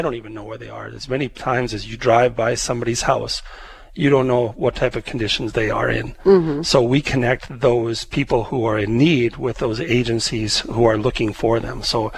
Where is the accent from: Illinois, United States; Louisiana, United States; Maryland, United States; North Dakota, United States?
North Dakota, United States; Arthur; And I'm local. I grew up out in the Arthur area.